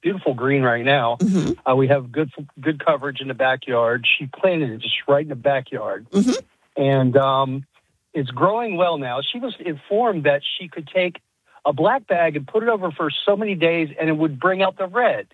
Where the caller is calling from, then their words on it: Union Park, Florida, United States; from Union Park. It was part of East Orlando.